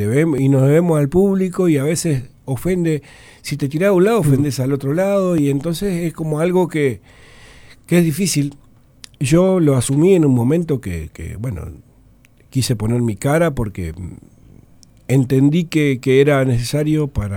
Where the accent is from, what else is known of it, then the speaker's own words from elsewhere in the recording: Montevideo, Uruguay; born there; hay un apego especial a la gente del cerro que no se quiere ir, como yo